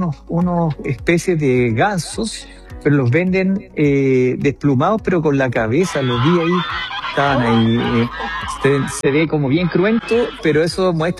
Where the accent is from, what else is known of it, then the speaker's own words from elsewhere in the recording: Viña del Mar, Valparaíso, Chile; al saber que venimos de Chile y especialmente de Valparaíso, de Viña del Mar